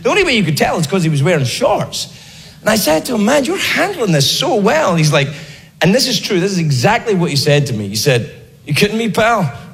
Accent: Scotland, United Kingdom; I grew up in the past. I did. I grew up in Scotland in the 1970s.

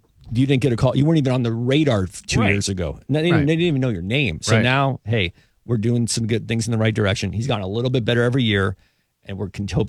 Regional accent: Erie, Pennsylvania, United States; And I grew up growing up in Erie.

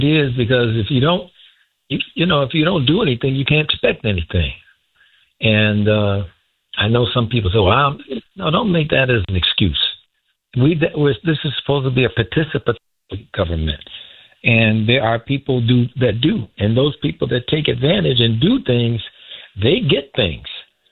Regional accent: the South, United States; when we grew up in the South, in the city

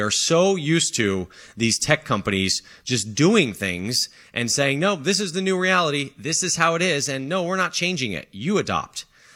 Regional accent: New Jersey, United States; yes, I am from New Jersey, and I figured it would be a good idea to make the ultimate pilgrimage as a former New Jersey resident

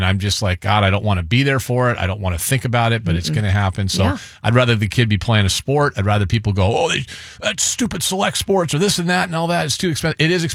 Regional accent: Maple Valley, Washington, United States; We come from Maple Valley, not the most diverse place in the world.

